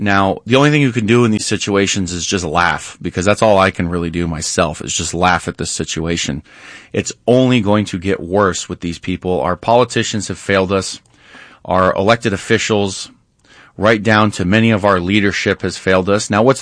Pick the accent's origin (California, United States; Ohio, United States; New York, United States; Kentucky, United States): New York, United States; born or raised there